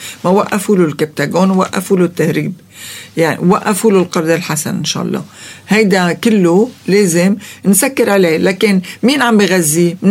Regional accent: Lebanon; لإلي كلبنانية

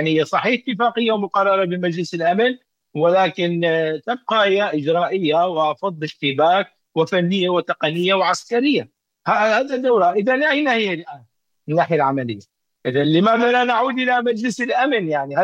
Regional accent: Syria; ونحن كشعب سوري

